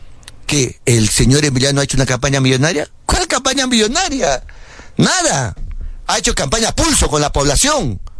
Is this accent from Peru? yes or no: yes; Peru